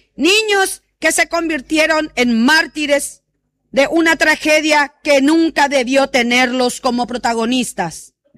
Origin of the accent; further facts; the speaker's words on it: Cordillera, Paraguay; Como paraguaya y como cordillerana